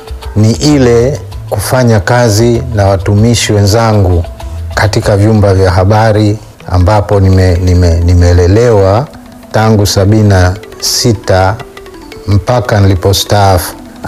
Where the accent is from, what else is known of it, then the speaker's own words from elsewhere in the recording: Same, Kilimanjaro, Tanzania; moved away; Kijijini kwetu tuna nyumba yetu Same kule